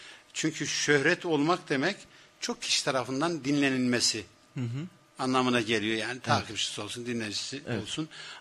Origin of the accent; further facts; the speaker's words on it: Sarıkaya, Yozgat, Turkey; burada Sarıkayalı'yım. Neresinde dediğinde Tepedoğanlı'yım diyorum.